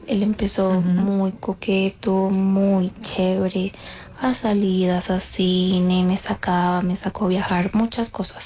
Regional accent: Valledupar, Cesar, Colombia; yo hace ya un mes conocí a un chico, yo soy de Valledupar, y yo lo conocí en una licorería

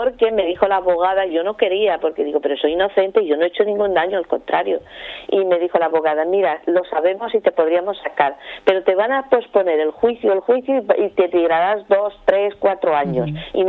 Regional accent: Spain; porque soy española, y yo defiendo el dinero que dan de mi país porque sé que es de mi pueblo.

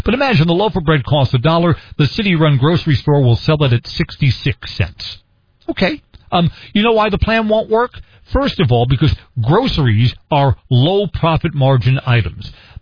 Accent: New York City, New York, United States; now in Warsaw, United States; I grew up in Brooklyn, and I can tell you that Brooklyn is a huge borough. Where I lived in the Gravesend neighborhood near Coney Island

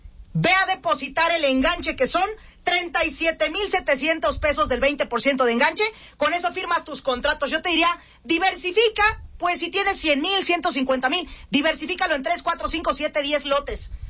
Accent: Mexico; en mi país es un país futbolero.

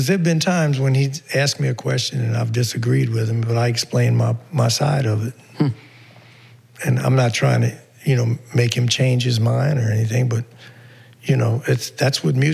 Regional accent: New Orleans, Louisiana, United States; I'm from New Orleans

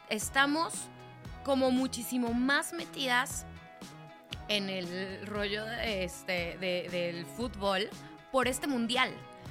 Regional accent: Mexico

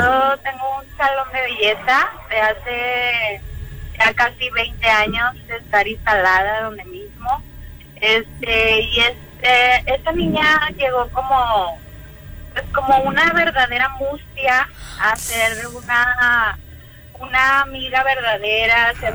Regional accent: Monterrey, Nuevo León, Mexico; Yo soy de Monterrey, Nuevo León.

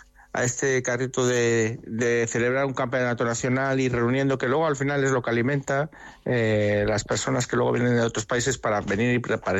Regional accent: Valladolid, Castile and León, Spain; Bueno, pues las personas que lo hemos promovido somos de aquí, de Valladolid.

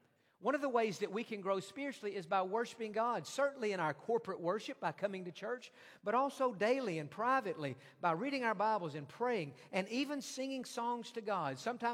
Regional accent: Texas, United States; I grew up in East Texas

